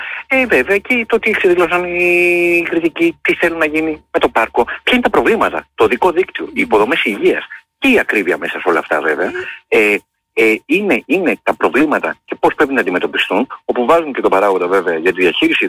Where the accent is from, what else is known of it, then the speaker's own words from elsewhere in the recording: Central Greece, Greece; Η καταγωγή μου είναι από τη Σερρέα Ελλάδα, τα Ρουμελιώτης.